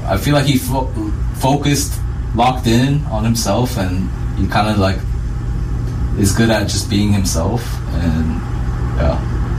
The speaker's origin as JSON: {"language": "English", "town": "Portland", "region": "Oregon", "country": "United States", "moved": "yes", "lives_now": "New York, United States", "said": "Because I was from Portland."}